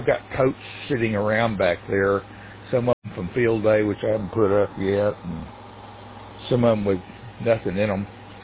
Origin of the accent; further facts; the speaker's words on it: Chattanooga, Tennessee, United States; born there; also born or lived in near Nashville, Tennessee; because we lived up in Chattanooga